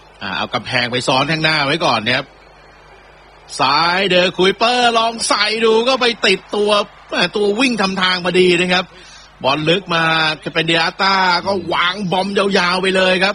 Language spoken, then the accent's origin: Thai; Bangkok, Thailand; now in Samut Prakan, Thailand; ไม่เป็นสมุทรปราการเลยไม่ใช่กรุงเทพเมื่อก่อนเป็นคนกรุงเทพ